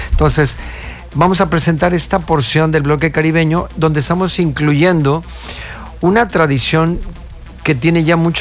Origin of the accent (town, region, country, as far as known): Mexico